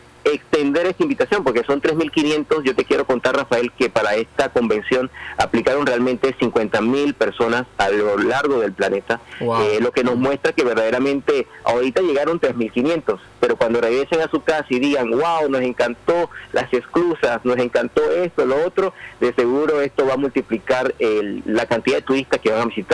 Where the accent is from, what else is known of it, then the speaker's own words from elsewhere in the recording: Panama; lo que somos como panameños.